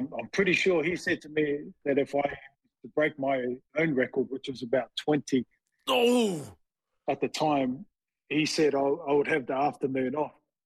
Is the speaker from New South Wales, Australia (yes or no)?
yes; Tregear, New South Wales, Australia; we didn't really have much, you know, growing up in Tregear as well. Although it was a different country, not a lot around us had changed either.